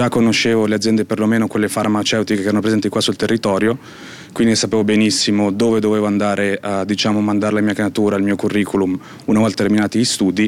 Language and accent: Italian; Ticino, Switzerland; mi sono sempre trovato ovviamente meglio qua dove sono nato e cresciuto, piuttosto che in Svizzera tedesca o Svizzera francese.